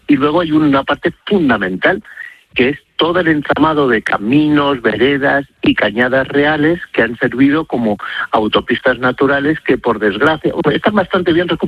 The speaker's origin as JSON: {"language": "Spanish", "region": "Castile and León", "country": "Spain", "tie": "born or raised there", "also_born_or_lived": "Madrid", "said": "¿cómo no lo voy a conocer si es mi tierra? Si es que yo me crié tirando cantos a los del pueblo de arriba, a los de Navasequilla, y los de la Lastra me tiraban cantos a mí"}